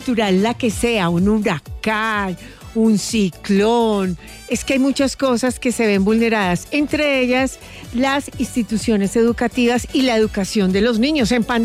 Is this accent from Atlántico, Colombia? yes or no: no; Quindío, Colombia; en mi tierra, ¿sí?, el Quindío